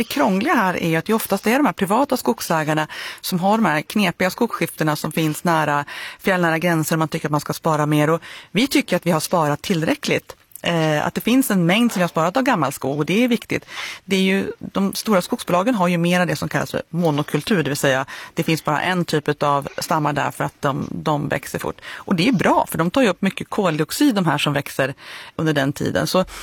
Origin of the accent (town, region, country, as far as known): Jämtland County, Sweden; born or raised there